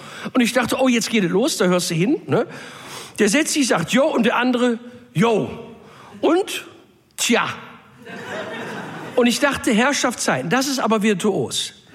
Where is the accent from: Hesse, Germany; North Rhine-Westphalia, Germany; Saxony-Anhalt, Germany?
North Rhine-Westphalia, Germany; Duisburg